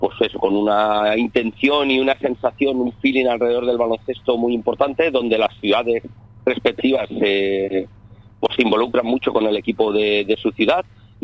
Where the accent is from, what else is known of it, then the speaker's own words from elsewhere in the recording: Gandia, Valencian Community, Spain; moved away; Gandía, de donde yo soy